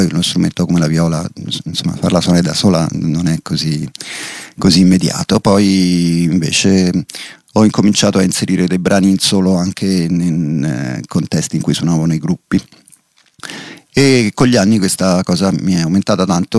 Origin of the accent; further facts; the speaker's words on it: Rome, Lazio, Italy; born there; moved away as an adult; now in Milan, Italy; ho iniziato la mia carriera qui a Milano, anche se non sono milanese perché sono nato a Roma, mi sono trasferito qui nel 97. Se non sbaglio 96